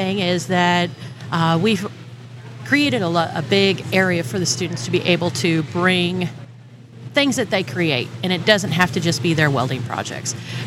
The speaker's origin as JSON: {"language": "English", "town": "Wellington", "region": "Kansas", "country": "United States", "tie": "born or raised there", "said": "then I moved to Abilene and then finally back down to kind of where I grew up around the Wellington area. So I've been there for 18 years now."}